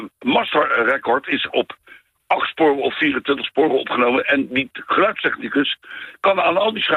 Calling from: The Hague, South Holland, Netherlands; wij komen uit Den Haag. Klein dorpje Loosduinen. Dat is geplakt tegen Den Haag aan.

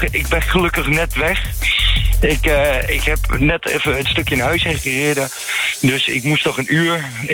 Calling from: Overijssel, Netherlands; Ik kom uit Twente.

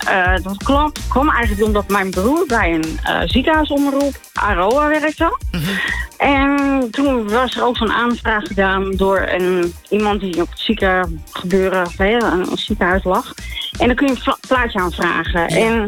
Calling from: Alkmaar, North Holland, Netherlands; Ik kom uit Alkmaar.

